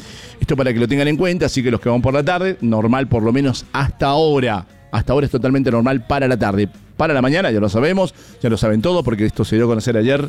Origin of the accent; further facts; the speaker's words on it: Mendoza, Argentina; como mendocinos conocemos el Zonda